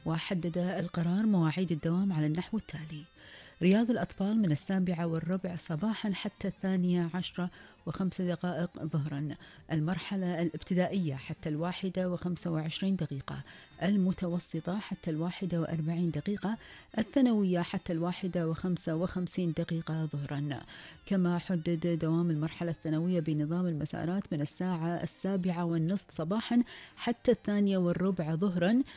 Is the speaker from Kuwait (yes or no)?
yes; Kuwait; وصلنا معاكم إلى فقرة أخبار ديرتنا الحبيبة الكويت وآخر المستجدات